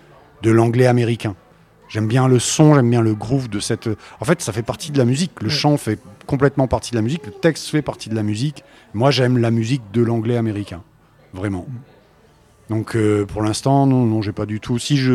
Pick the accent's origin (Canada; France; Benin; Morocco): France; Aix-en-Provence, Provence-Alpes-Côte d'Azur; now in Quercy, France; je suis originaire d'Aix-en-Provence